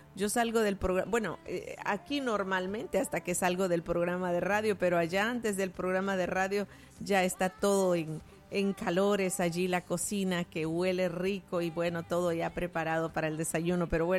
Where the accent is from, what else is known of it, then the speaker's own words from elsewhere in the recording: La Unión, El Salvador; En mi país, El Salvador, yo soy de El Salvador y sé que la mayoría lo saben que soy de la República de El Salvador, del Departamento de la Unión.